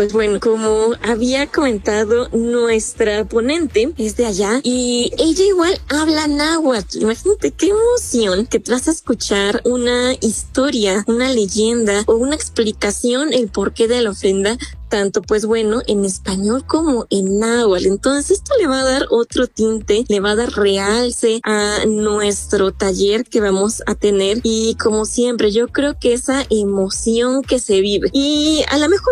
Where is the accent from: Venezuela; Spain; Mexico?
Mexico; Hidalgo; nuestra Huasteca hidalguense.